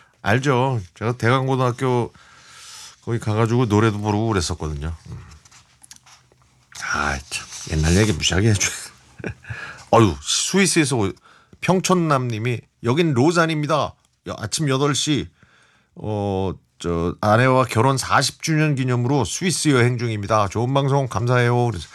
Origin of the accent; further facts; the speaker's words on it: Seoul, South Korea; 저는 서울이 고향이니까 서울에서 계속 있어야 되니까